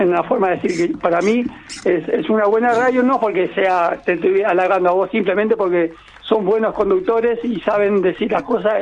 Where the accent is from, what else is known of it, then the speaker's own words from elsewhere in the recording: Corrientes, Argentina; born there; Ah, yo pues nací en Corrientes, Fede.